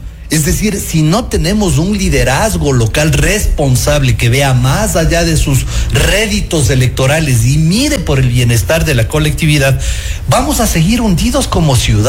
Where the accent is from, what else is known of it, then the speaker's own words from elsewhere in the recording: Ecuador; now in Quito, Ecuador; lo que somos los ecuatorianos